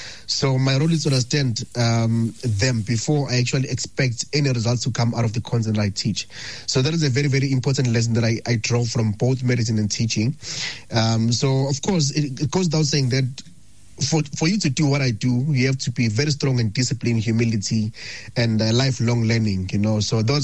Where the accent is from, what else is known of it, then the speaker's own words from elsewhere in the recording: Ladysmith, KwaZulu-Natal, South Africa; I grew up in Ladysmith, attending in township and rural schools, where resources were very, very limited, you know.